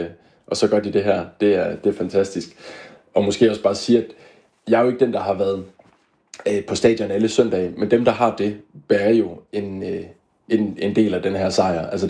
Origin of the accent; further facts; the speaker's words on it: Aarhus, Central Denmark Region, Denmark; Vi er født og vokset i Aarhus